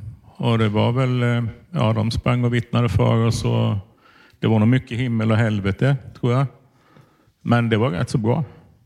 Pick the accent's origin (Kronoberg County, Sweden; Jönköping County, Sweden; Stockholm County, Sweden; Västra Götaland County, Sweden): Jönköping County, Sweden; Huskvarna; då och jag kommer från Huskvarna, inte Jönköping. Viktigt.